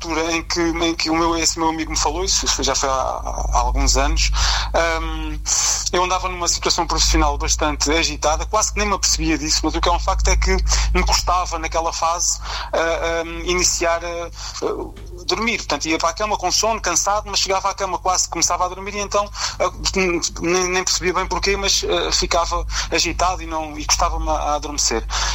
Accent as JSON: {"language": "Portuguese", "town": "Abrantes", "region": "Centro", "country": "Portugal", "tie": "born or raised there", "moved": "yes", "lives_now": "Alfarrede, Portugal", "said": "portanto, eu tenho 52 anos, sou natural de Abrantes, vivo em Alfarrede"}